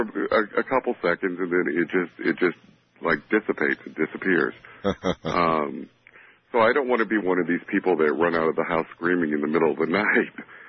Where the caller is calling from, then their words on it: Union, Missouri, United States; I'm from Union, Missouri.